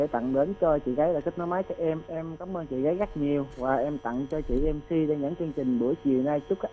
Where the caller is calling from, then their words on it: Dong Thap, Vietnam; đến từ Đồng Tháp mình đó chị.